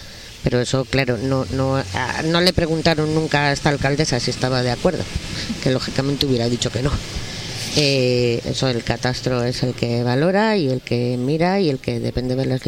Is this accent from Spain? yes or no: yes; Terán, Cantabria, Spain; born or raised there